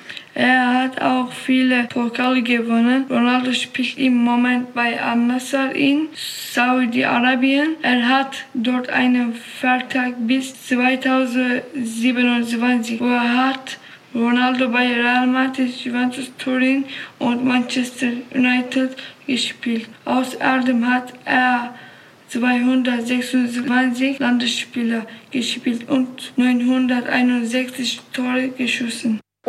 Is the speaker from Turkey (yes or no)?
yes; Turkey; German is a second language; moved away as an adult; now in Groß-Gerau, Germany; ich komme aus der Türkei. Ich wohne in Groß-Gerau. Ich bin seit 2024 in Deutschland.